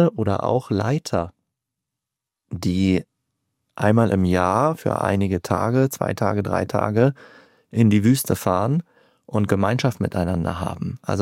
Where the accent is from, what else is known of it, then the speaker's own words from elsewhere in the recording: Germany; Da haben wir wahrscheinlich als Deutsche auch aufgrund unserer Geschichte den Knacks, den wir erlebt haben